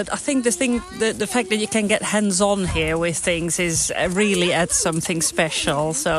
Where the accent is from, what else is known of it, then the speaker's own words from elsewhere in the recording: Netherlands; I am from the Netherlands originally, and we're currently on holiday here in Shetland for about 2 weeks.